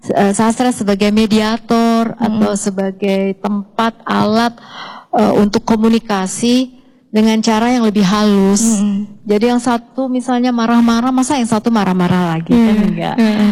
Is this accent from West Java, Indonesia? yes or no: yes; Depok, West Java, Indonesia; Saya mewakili Jawa Barat.